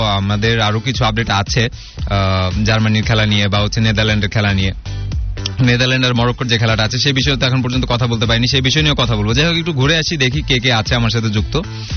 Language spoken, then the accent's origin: Bangla; Bangladesh; আমরা বাংলাদেশি, আমাদের ন্যাশনালিটি বা আমাদের জাতীয়তা টোটালি ডিফারেন্ট।